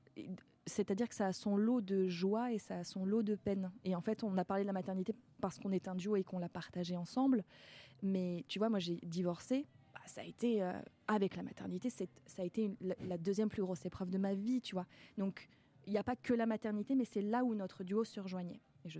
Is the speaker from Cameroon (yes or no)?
no; France; on est français